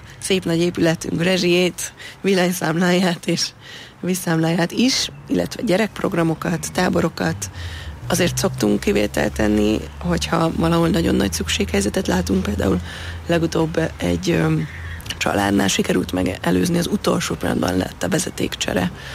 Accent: Budapest, Hungary; Májra Remetén nőttem föl

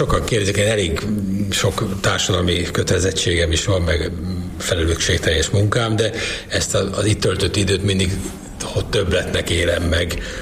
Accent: Mohács, Baranya, Hungary; moved away as an adult; now in Budapest, Hungary; én vidéken nőttem föl, Mohácson.

